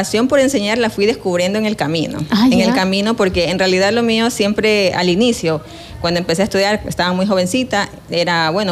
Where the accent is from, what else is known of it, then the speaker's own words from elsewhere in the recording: Quevedo, Los Ríos, Ecuador; also born or lived in Babahoyo; básicamente nacida, porque nací en Baboyo. Pero solamente nací allá.